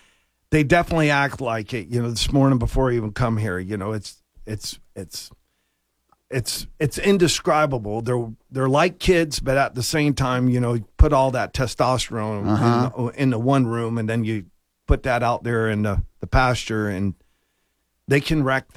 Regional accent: Florida, United States; And in Florida, growing up in Florida, there's lots of opportunities.

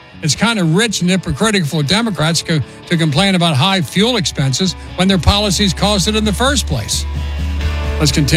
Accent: Ohio, United States; running for the governorship in my home state of Ohio.

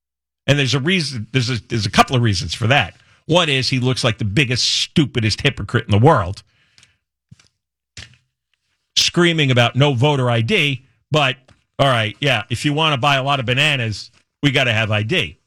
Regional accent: Northeast, United States; I grew up in the Northeast

